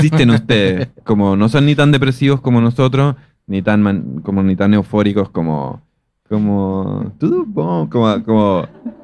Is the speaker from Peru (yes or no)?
no; Chile; yo vengo de uno de los países más depresivos de Latinoamérica. O sea, Chile es muy como vibrando bajo en general. Por otro lado, mi padre es brasilero, entonces yo crecí con esas dos culturas. Y yo disfruto mucho de estar aquí en Argentina. O sea, es como uno de los lugares donde más paso tiempo